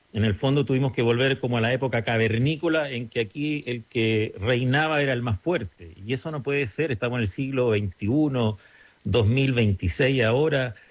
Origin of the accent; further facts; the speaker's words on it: Chile; si somos todos chilenos